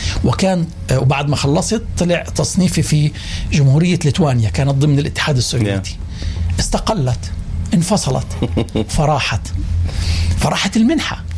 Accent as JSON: {"language": "Arabic", "town": "Gaza", "region": "Gaza Strip", "country": "Palestine", "also_born_or_lived": "Bulgaria / Russia", "moved": "as an adult"}